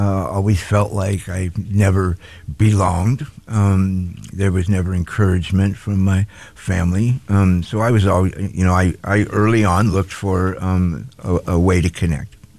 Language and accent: English; Skagit County, Washington, United States; I grew up in Skagit County